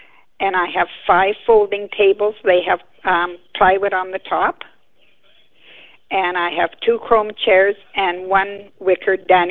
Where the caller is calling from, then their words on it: Portage la Prairie, Manitoba, Canada; I'm calling from Portage La Prairie